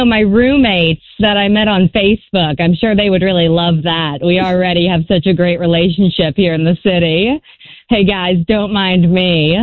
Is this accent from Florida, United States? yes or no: no; South Carolina, United States; now in New York City, United States; I'm from South Carolina